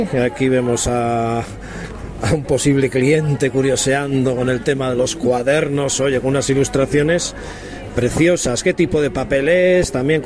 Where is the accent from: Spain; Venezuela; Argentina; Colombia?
Spain; San Sebastián, Basque Country; de donde yo soy, por San Sebastián, Guipúzcoa, al País Vasco.